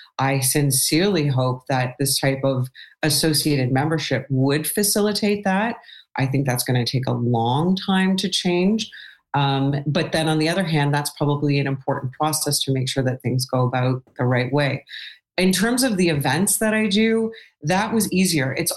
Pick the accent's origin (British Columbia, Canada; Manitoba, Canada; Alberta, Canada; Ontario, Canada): Ontario, Canada; Toronto; because they expected me to be from Quebec. But I spoke French and I was from Toronto.